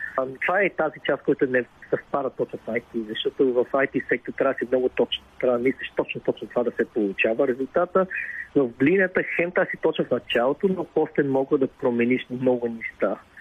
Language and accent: Bulgarian; Vietnam; Bulgarian is a second language; moved away; also born or lived in Bulgaria / United States; съм от Виетнам. Сам дето съм живял на толкова различни места по света. Една трета от живота ми съм живял в Виетнам, две трети в България и една трета в Щатите.